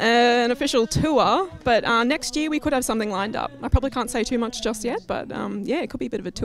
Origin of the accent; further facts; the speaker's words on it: Mount Crosby, Queensland, Australia; now in Stanthorpe, Australia; So we're originally from Mount Crosby in the Brisbane area, but we've been in Stanthorpe for probably about 18 years now. So, yeah, we're calling ourselves local.